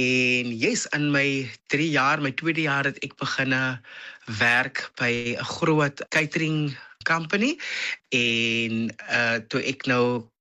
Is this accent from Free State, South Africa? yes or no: no; Bellville, Western Cape, South Africa; also born or lived in Malmesbury; now in Stellenbosch, South Africa; 36 jaar oud. En ek het my hele lewe lank het ek groot geword in die Bellville area, daar skool gegaan by tegniese skool.